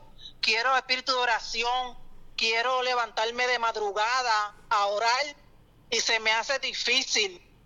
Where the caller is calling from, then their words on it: Río Grande, Puerto Rico; Yo voy de camino hacia Río Grande. Yo soy de Río Grande.